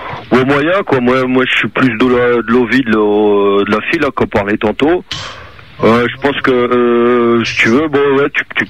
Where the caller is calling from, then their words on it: Troyes, Grand Est, France; de Troyes.